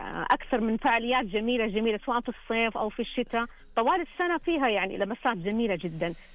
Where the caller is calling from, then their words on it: Taif, Makkah Province, Saudi Arabia; أكلمكم من مدينة الورد